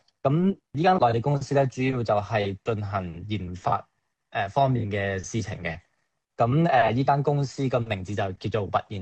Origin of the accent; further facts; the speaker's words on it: Hong Kong; moved away as an adult; also born or lived in United Kingdom; 其實我由細到大都係香港度成長嘅，即係小學、中學去到大學就去咗英國讀書。咁海歸翻嚟香港